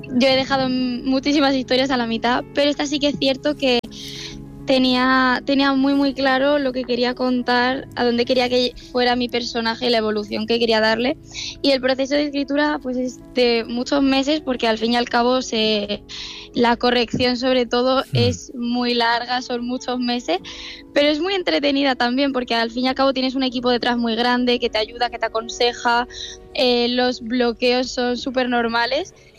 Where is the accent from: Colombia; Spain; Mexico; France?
Spain; Murcia, Region of Murcia; De Murcia capital, exactamente. De centro.